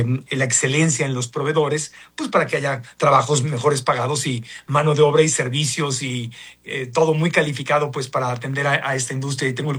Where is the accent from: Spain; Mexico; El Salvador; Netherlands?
Mexico; nosotros hemos querido simplemente como mexicanos ayudar y apoyar